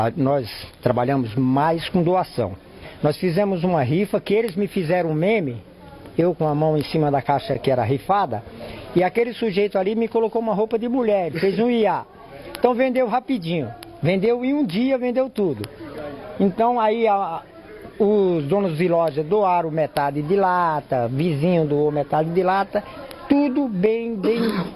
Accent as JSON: {"language": "Portuguese", "region": "São Paulo", "country": "Brazil", "tie": "born or raised there", "moved": "yes", "said": "eu participei quando era criança, na Moca, lá onde eu cresci."}